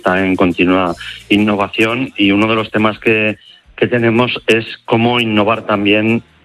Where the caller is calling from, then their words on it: Cadrete, Aragon, Spain; Pues bueno, y estoy aquí en mi pueblo, en Cadrete, al lado de Zaragoza.